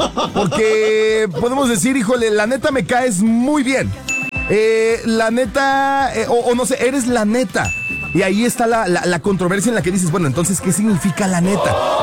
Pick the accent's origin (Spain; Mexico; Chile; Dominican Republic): Mexico; Yo soy mexicano y ni yo te entendí.